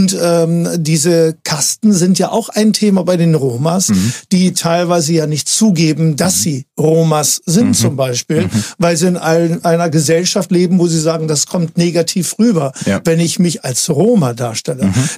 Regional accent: Hamburg, Germany; Ein stolzer italienischer Hamburger Hanseat. Meine Familie ist auch seit der 5. Generation in Hamburg.

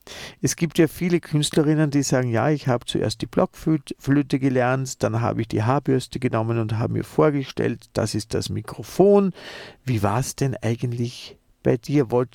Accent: Vienna, Austria; born there; Ich fahre dann auch in meine Geburtsstadt und dann erkunden wir zu dritt Wien.

